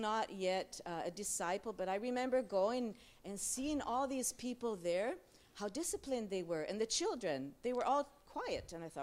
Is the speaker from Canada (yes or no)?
yes; Canada; moved away as an adult; now in Slovenia; I'm from Slovenia, but in case you're wondering of my accent, I was born in Canada and finished high school there.